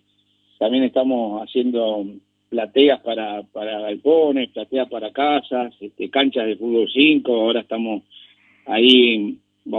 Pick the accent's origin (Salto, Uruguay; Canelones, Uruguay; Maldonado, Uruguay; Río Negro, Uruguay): Canelones, Uruguay; pero yo soy canario y soy orgulloso de ser canario